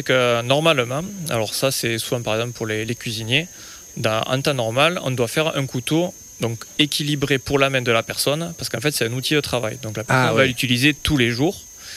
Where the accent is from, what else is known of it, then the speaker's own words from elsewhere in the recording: Occitanie, France; Je viens du Tarn.